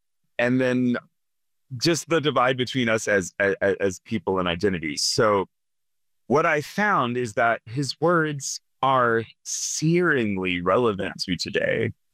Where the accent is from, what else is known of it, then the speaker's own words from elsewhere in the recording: Virginia, United States; born there; also born or lived in Portsmouth, Virginia / Richmond, Virginia / Orlean, Virginia; I was born in Portsmouth Naval Hospital, and you know, lived around that region and also Richmond growing up. But then, you know, we moved to Northern Virginia.